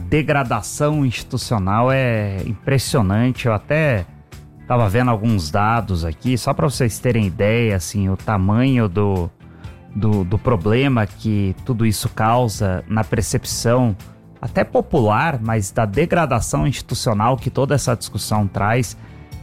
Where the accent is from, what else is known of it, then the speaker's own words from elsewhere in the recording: Brazil; para nós como brasileiros